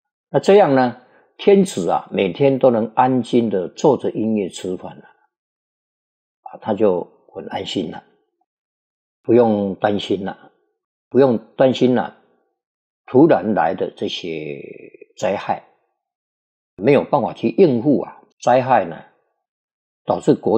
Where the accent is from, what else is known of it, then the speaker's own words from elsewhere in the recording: China; 我们中国人